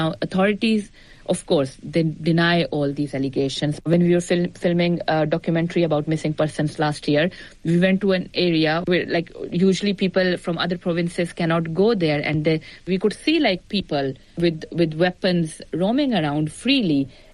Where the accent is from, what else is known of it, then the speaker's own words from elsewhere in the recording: Pakistan; I am a Pakistani national, but I work with the BBC